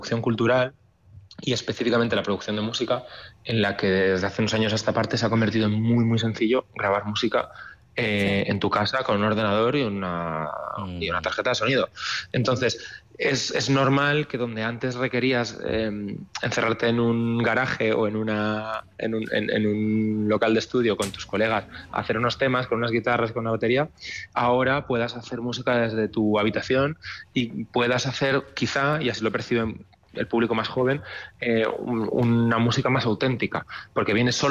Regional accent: Valencia, Valencian Community, Spain; born there; Yo nací en Valencia.

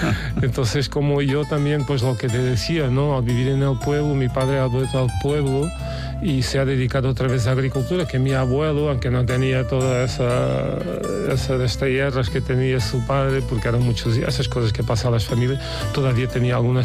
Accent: Ferreira do Alentejo, Alentejo, Portugal; Spanish is a second language; moved away; also born or lived in near Lisbon; el pueblo donde he vivido, o la origen de mi familia paterna, se llama Ferreira do Alentejo.

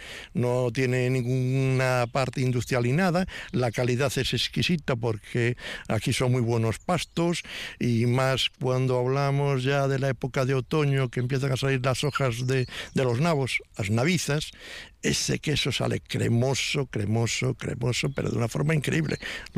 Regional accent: Friol, Galicia, Spain; somos de Friol y defendemos tierra.

